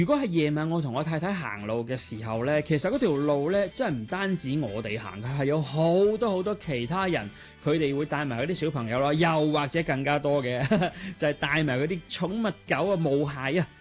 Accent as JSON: {"language": "Cantonese", "country": "Hong Kong", "moved": "yes", "lives_now": "Chengdu, China", "said": "我哋广东人啊、香港人"}